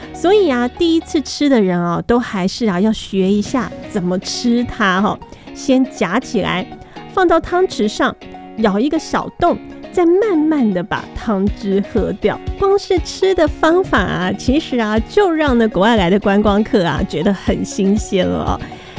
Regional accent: Taiwan; 可能我们台湾人都已经吃习惯了嘛

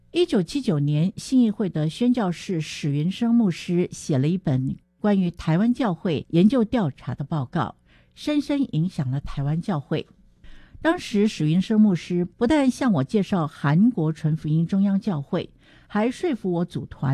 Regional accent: Xiamen, Fujian, China; 我本身是厦门人，而台湾长老教会的圣经是用厦门音翻译的

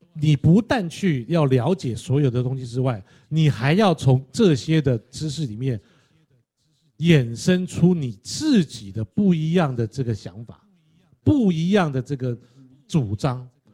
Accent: Taiwan; 我们就是台湾人，我们台湾说的相声，我们就有台湾特色的台湾的相声，

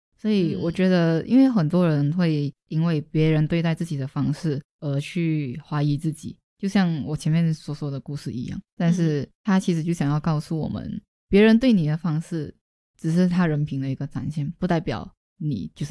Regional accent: Malaysia; moved away as an adult; now in Taiwan; 就是在台湾，我在追逐着我的梦想，然后周围在台湾也有一些朋友，然后回到马来西亚的话也有我的家人

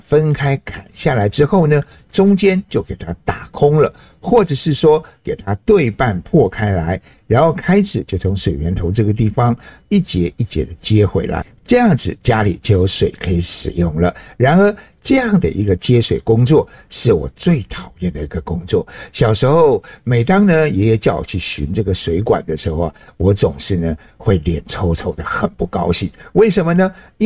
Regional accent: Taiwan; 就好像小时候在我老家巴卡山部落里，所有的族人们呢都使用过用竹子做成水管

